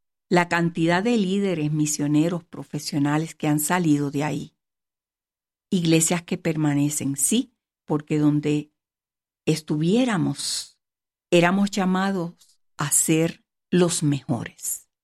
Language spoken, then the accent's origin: Spanish; Puerto Rico; mi país natal, Puerto Rico